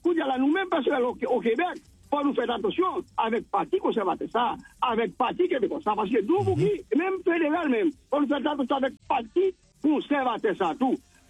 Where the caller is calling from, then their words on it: Haiti; je suis haïtien